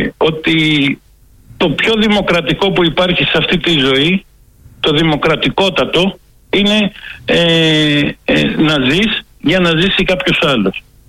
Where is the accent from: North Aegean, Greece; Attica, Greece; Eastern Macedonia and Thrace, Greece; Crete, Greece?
Attica, Greece; Athens; born there; Έχω γεννηθεί στην Αθήνα κατά λάθος.